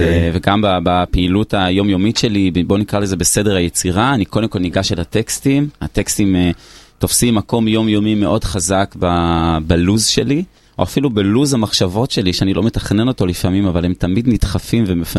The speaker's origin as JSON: {"language": "Hebrew", "town": "Bar Giora", "region": "Jerusalem District", "country": "Israel", "tie": "born or raised there", "said": "במושב בר גיורה, זה ליד ירושלים."}